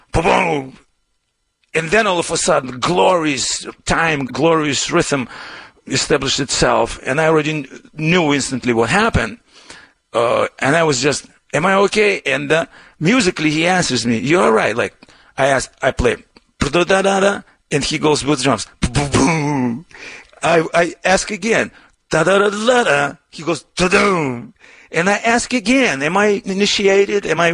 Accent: Moscow, Russia; English is a second language; moved away as an adult; now in United States; my home country of Soviet Union then, but I still consider it Russia, to America, where I came to in 73. I escaped from then Soviet Union

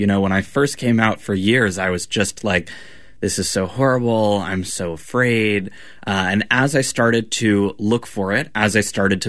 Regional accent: Connecticut, United States; born there; I was born a girl in Connecticut

